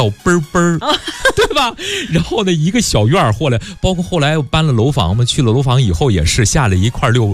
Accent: Beijing, China; born there

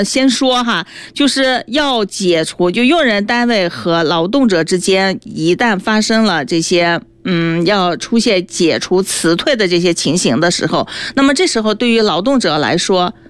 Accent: China; 我们中国人对于这个文字的理解我们可以做出丰富的解读。

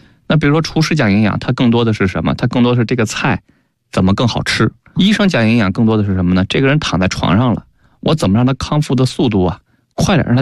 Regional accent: Beijing, China; accent: Beijing dialect; 咱们北京话说大波轰是吧？

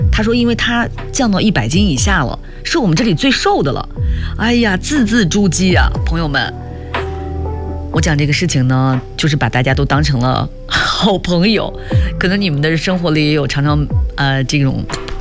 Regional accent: Northeast China, China; now in Beijing, China; 在我们东北老家

